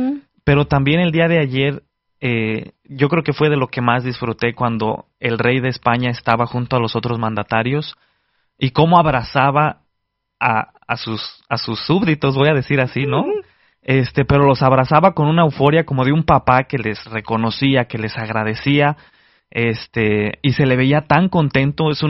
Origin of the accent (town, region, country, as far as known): Mexico